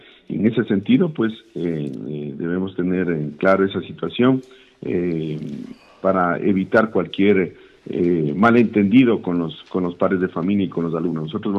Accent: Ecuador; tenemos que ser conscientes de eso también como ecuatorianos que somos

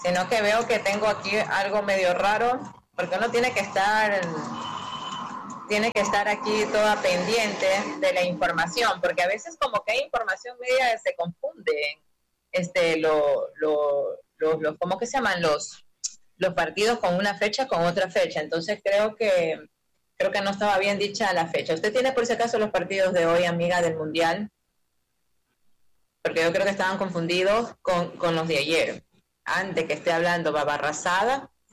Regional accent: Ecuador

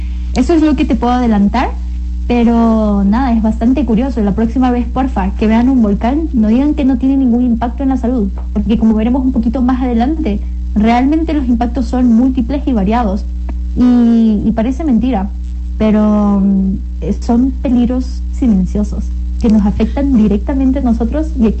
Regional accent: Ecuador

